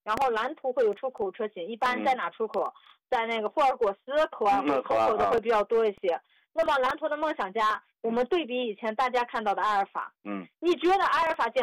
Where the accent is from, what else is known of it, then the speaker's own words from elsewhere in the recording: China; 我们中国人